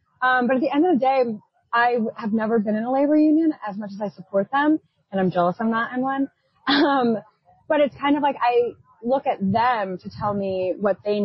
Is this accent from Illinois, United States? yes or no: yes; Illinois, United States; I'm from Southern Illinois.